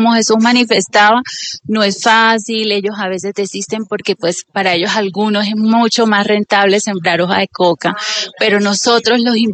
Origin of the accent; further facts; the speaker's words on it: Ocaña, Norte de Santander, Colombia; Bueno, les quiero contar de mi tierra, de Ocaña. Soy